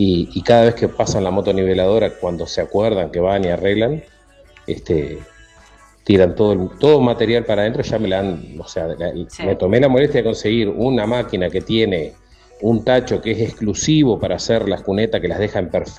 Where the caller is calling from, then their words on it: Rincón de Pando, Canelones, Uruguay; Que vivo en Rincón de Pando